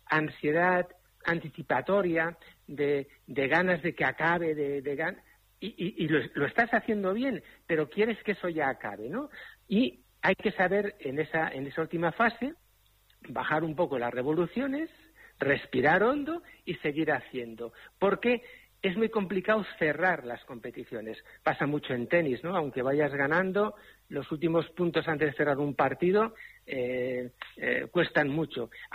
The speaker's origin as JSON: {"language": "Spanish", "area": "Cuenca", "region": "Castilla-La Mancha", "country": "Spain", "moved": "yes", "said": "en mi tierra, en Cuenca."}